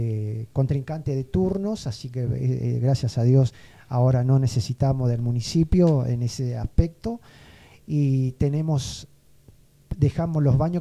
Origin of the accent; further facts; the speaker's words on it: Reconquista, Santa Fe, Argentina; somos todos de Reconquista.